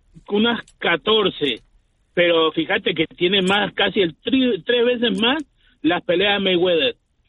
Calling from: Uruguay; Yo soy de Uruguay

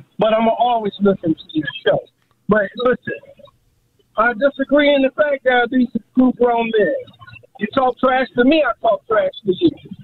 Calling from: Miami, Florida, United States; Remember me … from Miami.

